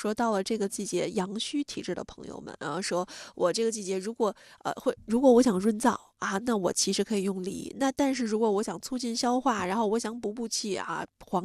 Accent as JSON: {"language": "Chinese", "region": "Northeast China", "country": "China", "tie": "born or raised there", "said": "像我老家在东北，"}